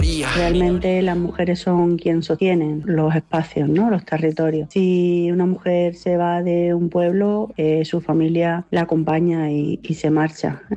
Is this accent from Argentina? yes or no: no; Granada, Andalusia, Spain; born there; now in Sierra de las Nieves, Spain; Yo nací en Granada. Allí estudié la licenciatura de Pedagogía y Relaciones Intergeneracionales.